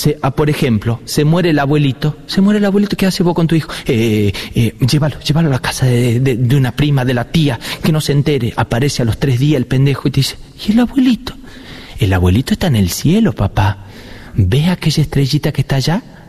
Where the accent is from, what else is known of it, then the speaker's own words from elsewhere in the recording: Tucumán, Argentina; yo tengo una mezcla rara porque tengo padre sanjuanino y soy tucumano y son muy diferentes